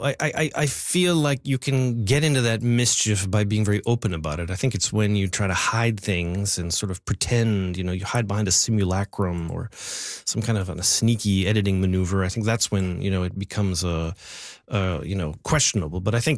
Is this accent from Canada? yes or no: yes; Winnipeg, Manitoba, Canada; I am originally from Winnipeg